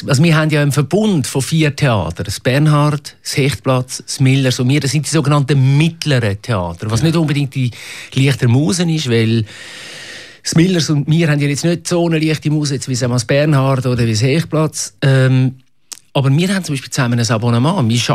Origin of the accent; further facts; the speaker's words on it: Switzerland; moved away as an adult; also born or lived in Salzburg; ich wollte weg aus der Schweiz. Als junger Schweizer willst du auch mal weg, willst du mal ins Ausland